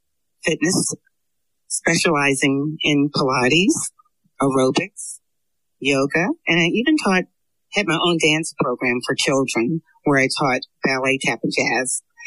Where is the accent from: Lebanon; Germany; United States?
Germany; Frankfurt, Hesse; also born or lived in Darmstadt, Germany / Italy; I'm an Army brat. I like to get that out the way first. I grew up in Germany, Frankfurt, and Darmstadt.